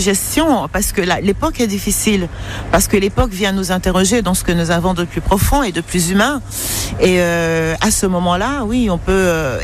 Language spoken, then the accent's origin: French; Douala, Littoral, Cameroon; j'ai grandi, je suis née, j'ai grandi à Douala, j'ai appris à lire là-bas de la littérature qui venait du monde entier